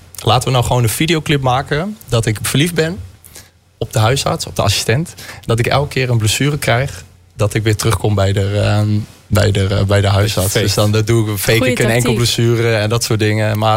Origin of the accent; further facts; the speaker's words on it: Hengelo, Overijssel, Netherlands; Ik spreek voor mezelf, maar ik kom uit Twente.